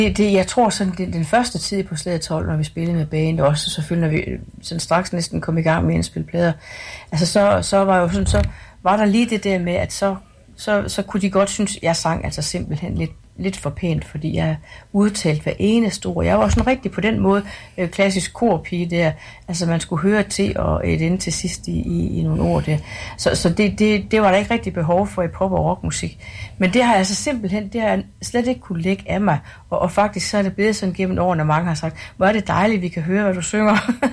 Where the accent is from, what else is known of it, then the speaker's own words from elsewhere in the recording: Aalborg, North Denmark Region, Denmark; born there; moved away as an adult; now in Aarhus, Denmark; Nu har jeg sunget hjem til Aarhus i 40 år, og så er det faktisk Aalborg, der er min fødeby, ikke?